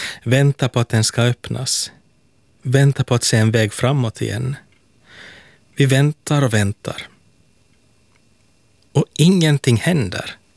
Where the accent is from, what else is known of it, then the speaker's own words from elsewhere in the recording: Helsinki, Uusimaa, Finland; från Helsingfors.